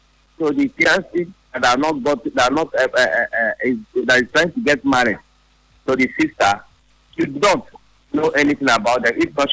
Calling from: Port Harcourt, Rivers, Nigeria; I'm calling from Port Harcourt.

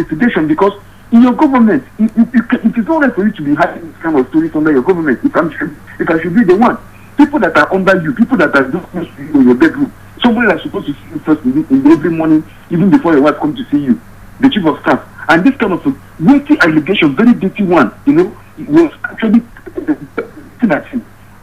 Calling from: Nigeria; as a Nigerian that I am, as a pathetic one at that matter.

